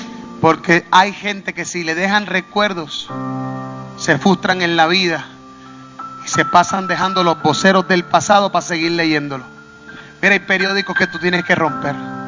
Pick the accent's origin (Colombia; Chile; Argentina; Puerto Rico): Puerto Rico; yo soy boricua, yo no soy Israel, yo no soy de Israel.